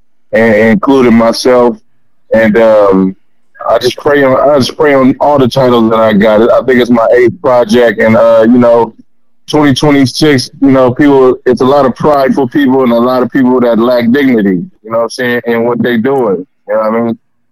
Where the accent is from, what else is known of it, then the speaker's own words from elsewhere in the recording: Oakland, California, United States; also born or lived in San Francisco; I'm from East Oakland.